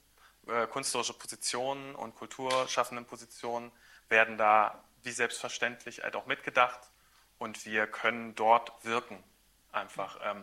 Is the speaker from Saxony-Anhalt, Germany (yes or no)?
yes; Saxony-Anhalt, Germany; Aber ich komme aus Sachsen-Anhalt